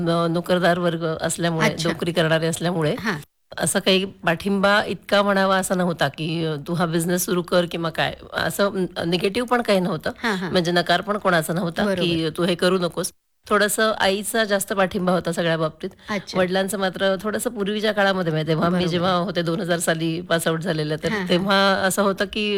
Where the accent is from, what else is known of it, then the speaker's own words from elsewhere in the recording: Talegaon, Maharashtra, India; moved away as an adult; माझं माहेर तळेगावचं आहे, त्याच्यामुळे मी तळेगावहून पुण्याला कॉलेजला जायचंय.